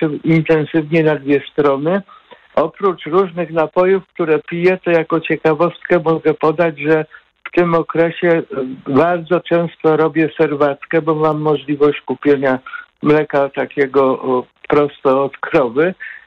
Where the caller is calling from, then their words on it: Katowice, Silesian Voivodeship, Poland; Ja mieszkam w Katowicach, w bloku.